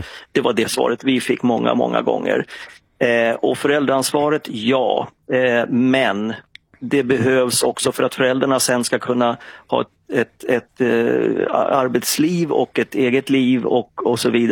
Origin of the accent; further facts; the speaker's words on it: Täby, Stockholm County, Sweden; also born or lived in Upplands Väsby; Vi hade bott i Täby tidigare, jag är uppväxt i Täby